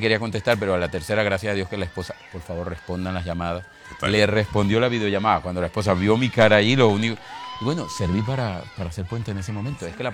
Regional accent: Venezuela; now in Spain; soy de Venezuela. Vivo aquí en este momento, yo soy frailita.

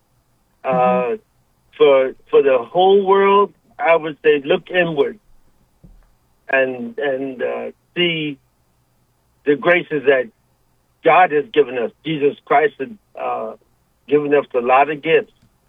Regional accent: Brooklyn, New York, United States; Brooklyn.

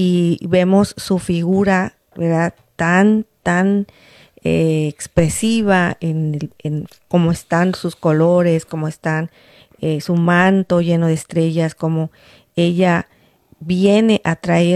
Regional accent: Mexico; porque somos mexicanos, ¿verdad? Amamos a la Virgen de Guadalupe

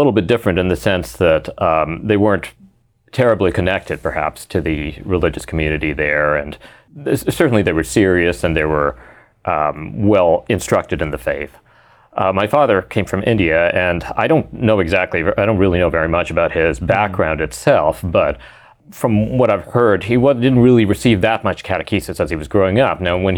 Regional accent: Vancouver, British Columbia, Canada; I grew up in Vancouver in Canada, and both my parents were Muslim in their background, although they came from rather different places, both geographically and in terms of their religious preparation. So my mother's from South Africa

